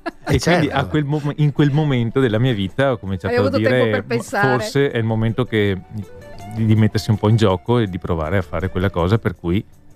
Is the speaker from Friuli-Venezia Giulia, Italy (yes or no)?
no; Malo, Veneto, Italy; born there; Io sono nato a Malo